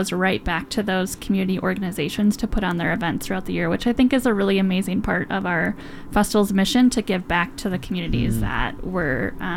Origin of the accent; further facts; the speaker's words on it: Wisconsin, United States; now in Utah, United States; where I'm from, if you can't recognize my accent